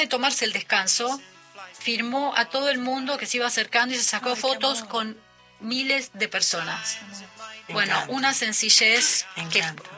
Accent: Argentina; y yo le dije, vine especialmente desde Argentina para escuchar. ¿Desde Argentina? Me dijo.

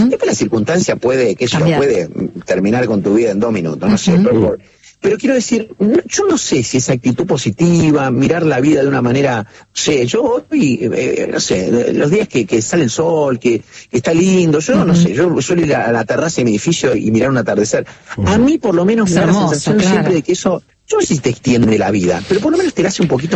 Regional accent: Rafaela, Santa Fe, Argentina; also born or lived in La Plata; Yo soy de Rafaela, digo, ¿viste? Aun cuando no haya nacido en Rafaela.

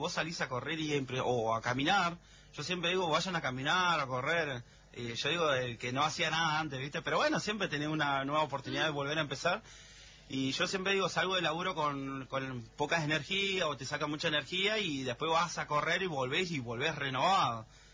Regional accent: Argentina; Así somos los argentinos, hijos del rigor.

